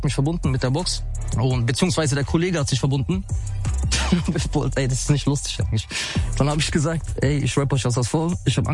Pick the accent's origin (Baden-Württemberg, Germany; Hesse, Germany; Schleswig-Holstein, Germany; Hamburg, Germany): Hesse, Germany; Offenbach am Main; Ich bin in Offenbach aufgewachsen und wir hatten so ein Jugendzentrum. Und das war in Offenbach Nordend.